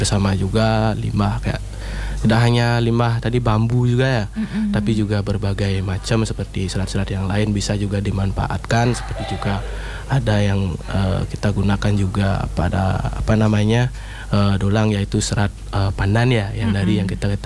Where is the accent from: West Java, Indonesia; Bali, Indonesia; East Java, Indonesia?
Bali, Indonesia; terutama saya sendiri sebagai orang Bali juga, ya tentunya sangat bangga ya akan inovasi dan kearifan budaya yang ada di Bali ini